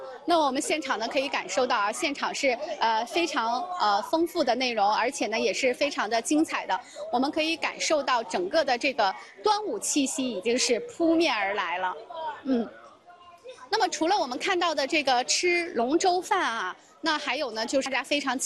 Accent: Guangdong, China; 但是对于我们广东人来说已经提前半个月甚至一个月就已经开启了。

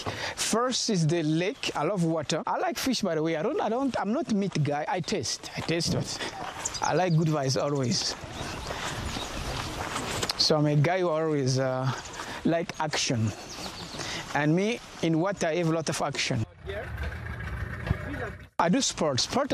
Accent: Germany; English is a second language; And even the place I grew up in Germany, like, Germany is a place you find many nationality.

